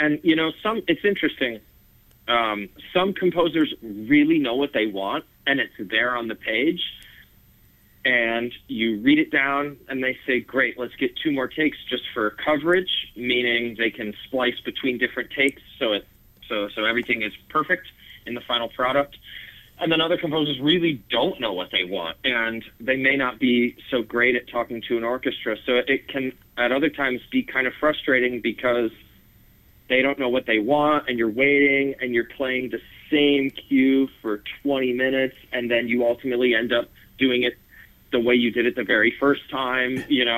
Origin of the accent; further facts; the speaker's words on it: Saginaw, Michigan, United States; I'm from Saginaw